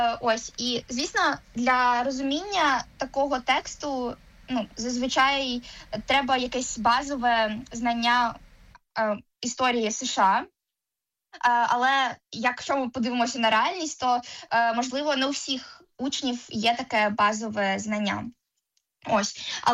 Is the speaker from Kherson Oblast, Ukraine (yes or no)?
no; Enerhodar, Zaporizhzhia Oblast, Ukraine; moved away; Я сама не з Києва, я з Енергодару